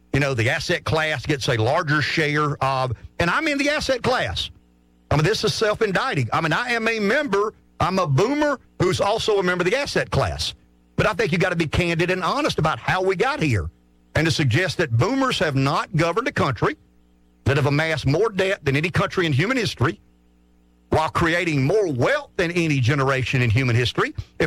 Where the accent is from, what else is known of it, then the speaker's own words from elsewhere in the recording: United States; born there; I was born in America. I was born a male, and I was born white.